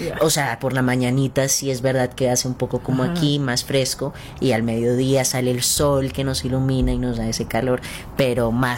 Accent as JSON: {"language": "Spanish", "town": "Bogotá", "region": "Bogotá D.C.", "country": "Colombia", "tie": "born there", "said": "lo que pasa es que nací en Bogotá, pero, sabes, aquí también creo que es similar"}